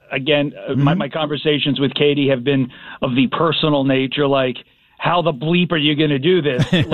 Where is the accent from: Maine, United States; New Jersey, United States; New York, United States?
New Jersey, United States; I'm from Jersey.